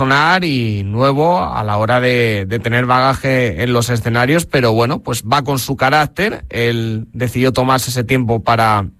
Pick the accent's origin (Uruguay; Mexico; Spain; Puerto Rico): Spain; Castilla-La Mancha; él es muy canario, yo soy muy manchego, todos somos muy españoles